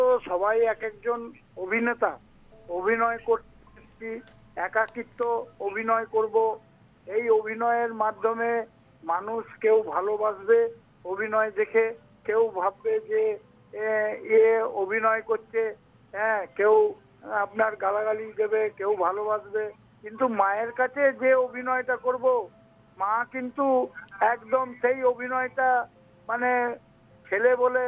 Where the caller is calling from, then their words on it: Budbud, West Bengal, India; আমি পশ্চিমবঙ্গের পূর্ব বর্ধমান জেলার বুধবুর থেকে